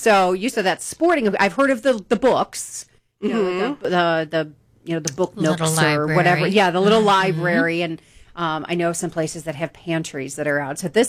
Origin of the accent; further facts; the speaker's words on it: Lakewood, Ohio, United States; I grew up in Lakewood